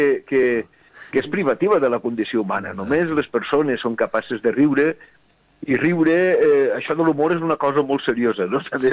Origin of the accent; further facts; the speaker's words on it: Altea, Valencian Community, Spain; Saps que com a animal que viu a cavall entre Altea, que mon pare és d'Altea, jo soc d'Altea, m'he criat així, però sí.